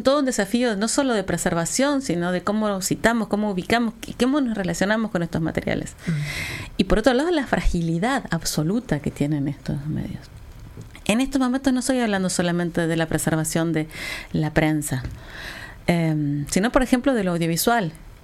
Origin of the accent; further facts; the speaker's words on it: Argentina; soy argentino.